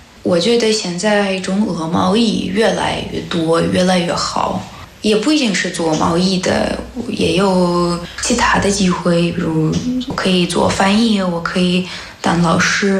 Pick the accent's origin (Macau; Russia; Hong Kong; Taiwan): Russia; Chinese is a second language; moved away as an adult; now in Changchun, China; 我来自美丽的俄罗斯延赞市，现在我在长春大学读研究生研二。